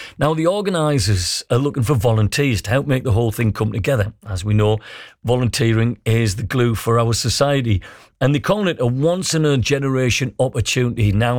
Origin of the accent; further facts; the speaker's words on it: Trimdon, North East England, United Kingdom; I'm from Trimden, okay?